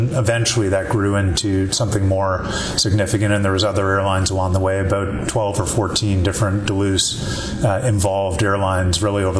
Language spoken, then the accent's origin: English; Timmins, Ontario, Canada; Well, I grew up in Northern Ontario in Timmins, which is about an 8-hour drive north of Toronto.